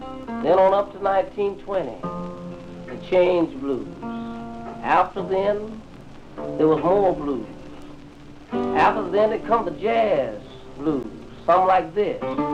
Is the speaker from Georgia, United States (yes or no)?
yes; Statesboro, Georgia, United States; also born or lived in Thompson, Georgia; I grew up down in South Georgia. Statesboro, Georgia was my real home. I was born at Thompson, Georgia, 134 miles of Atlanta, 37 miles west of Augusta.